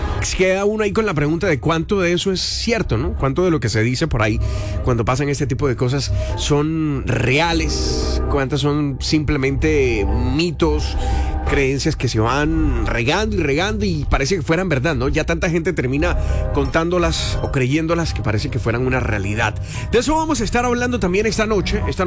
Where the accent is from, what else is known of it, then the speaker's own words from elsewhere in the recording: Colombia; a nosotros todos como colombianos nos duele